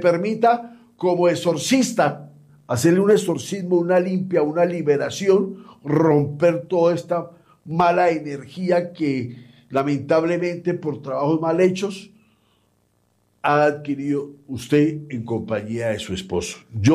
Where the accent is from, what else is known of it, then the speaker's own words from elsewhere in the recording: Mexico; Voy a traer algo muy especial desde mi tierra, México, desde las pirámides.